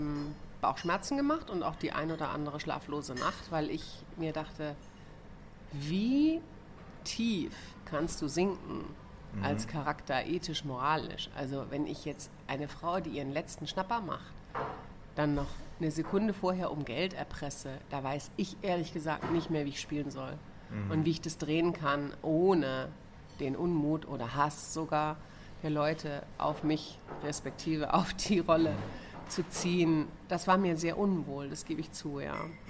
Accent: Hamburg, Germany; born there; now in Munich, Germany; ich bin Wahlmünchnerin, gebürtige Hamburgerin

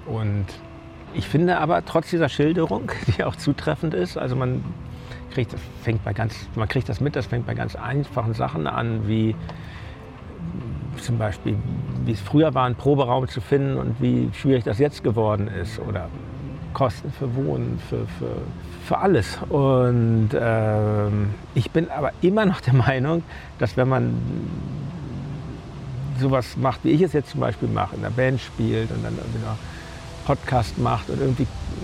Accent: Berlin, Germany; born there; Und außerdem bin ich in der Stadt geboren und ich lebe auch gerne in der Stadt

